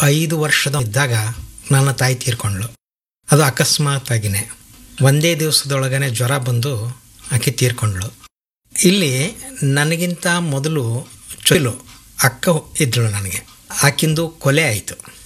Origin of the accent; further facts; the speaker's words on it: Karnataka, India; ನಮ್ಮ ಊರಿನೊಳಗೆ ಬೀದರ್ ಜಿಲ್ಲೆಯೊಳಗೇ ಕನ್ನಡ ಮಾಧ್ಯಮದ ಶಾಲೆಗಳೇ ಇರಲಿಲ್ಲ.